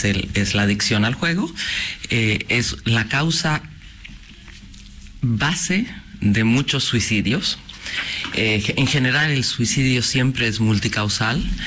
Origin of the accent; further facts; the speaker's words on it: Bolivia; moved away as an adult; now in Argentina; Yo hablo como, soy boliviana, hablo como boliviana, pero vivo hace 29 años aquí, entonces me siento argentina, y como argentina soy futbolera.